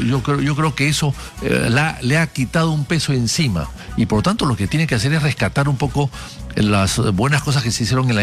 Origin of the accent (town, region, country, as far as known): Peru